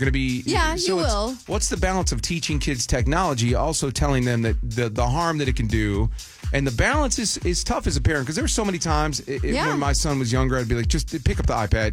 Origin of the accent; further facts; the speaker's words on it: Detroit, Michigan, United States; now in North Texas, United States; I grew up, you know, I've been here for 26 years, but I grew up in Detroit